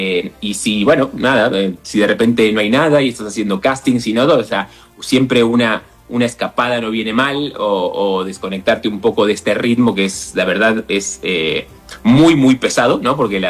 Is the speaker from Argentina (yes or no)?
yes; Argentina; born there; moved away; vine con un amigo que es de mi ciudad natal también, que él estuvo 5 años nada más. Pero sí, el golpe de realidad comparado con Argentina era abismal.